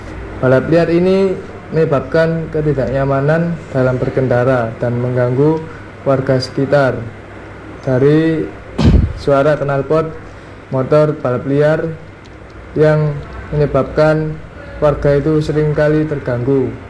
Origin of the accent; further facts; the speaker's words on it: Bali, Indonesia; now in Surabaya, Indonesia; mahasiswa yang merantau di Surabaya, asal saya dari Bali.